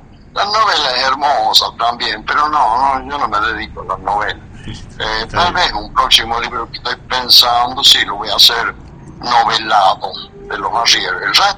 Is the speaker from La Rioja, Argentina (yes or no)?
yes; Vinchina, La Rioja, Argentina